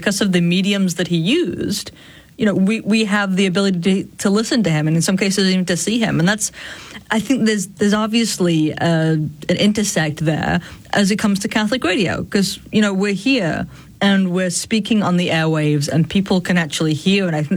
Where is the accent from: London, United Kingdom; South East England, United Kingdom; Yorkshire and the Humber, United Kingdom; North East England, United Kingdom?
Yorkshire and the Humber, United Kingdom; Sheffield; now in North Carolina, United States; Yeah, Steel City. So, not the prettiest of places, but yes.